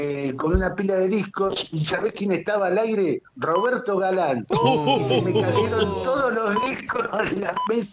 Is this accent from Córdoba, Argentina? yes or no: no; Avellaneda, Buenos Aires Province, Argentina; moved away as an adult; now in San Fernando, Argentina; Me nací y me crié en Avellaneda.